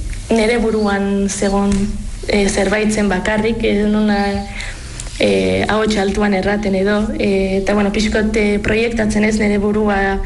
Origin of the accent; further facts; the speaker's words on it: Lesaka, Navarre, Spain; moved away; nik orain lesakara bueltatzen naizenean